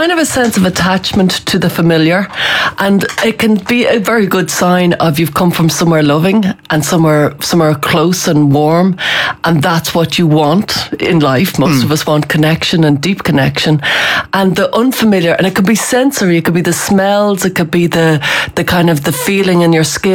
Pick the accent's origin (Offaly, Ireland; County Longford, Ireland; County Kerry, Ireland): Offaly, Ireland; Tullamore; I'm from Tullamore, everybody I know is around me, and that's what I need.